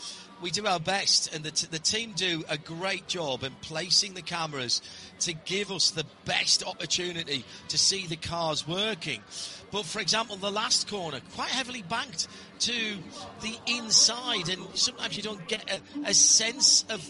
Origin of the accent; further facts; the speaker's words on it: Sunderland, North East England, United Kingdom; my hometown of Sunderland